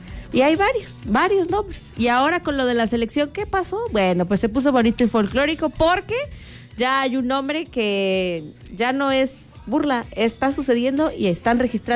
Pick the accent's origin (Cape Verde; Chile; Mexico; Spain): Mexico; porque así somos los mexicanos.